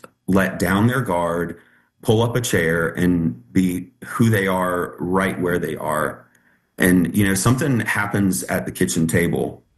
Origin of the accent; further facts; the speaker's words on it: Richmond, Virginia, United States; now in Southwest Virginia, United States; So I moved here from Richmond, Virginia, about a week after my high school graduation, with my mom and my dad and my daughter, who I had when I was 16.